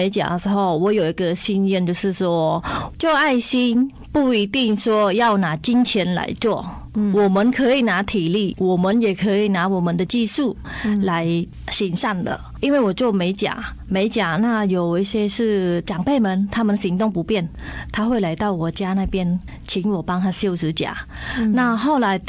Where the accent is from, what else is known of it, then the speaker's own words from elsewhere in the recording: Cambodia; now in Taoyuan, Taiwan; 其实从我来到台湾之后，我觉得说，因为我住桃园嘛，那桃园的相关政府还蛮注重我们新住民的一些。开很多课程，那我也想说，哎，其实我们柬埔寨在台湾蛮少的